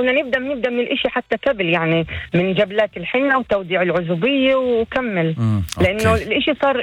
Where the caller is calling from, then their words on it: Umm al-Fahm, Haifa District, Israel; من أم الفحم.